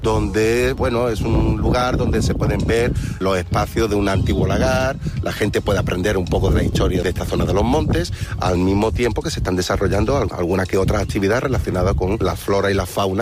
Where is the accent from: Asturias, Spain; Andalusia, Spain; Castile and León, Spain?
Andalusia, Spain; Málaga; born there; soy nacido en Málaga y me dedico a la docencia.